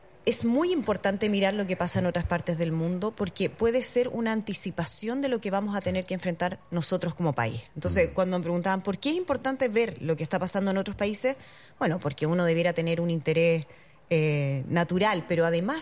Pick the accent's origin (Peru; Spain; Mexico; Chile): Chile; así somos los chilenos.